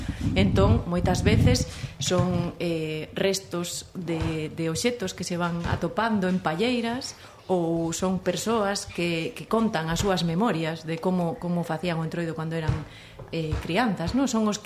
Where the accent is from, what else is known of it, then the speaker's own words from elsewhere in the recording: Galicia, Spain; accent: Ourense mountain; Eu son de Iquí, por supuesto, con ese acento tan fermoso que ten a xente da montaña ourensana.